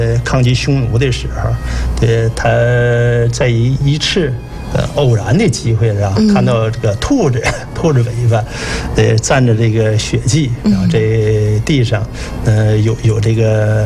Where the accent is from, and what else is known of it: China